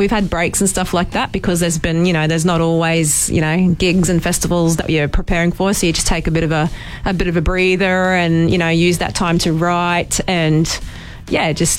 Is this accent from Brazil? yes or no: no; Queensland, Australia; We're all from Far North Queensland. Most of us are, like, there's some of us from Cairns, some of us from the Tablelands.